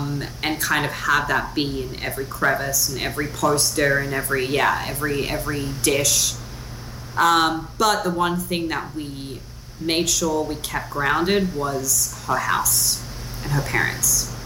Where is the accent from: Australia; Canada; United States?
Australia; Sydney, New South Wales; And it also made me think about when I was a teenager growing up in Sydney, And, you know, I think Australia's got a very complicated history.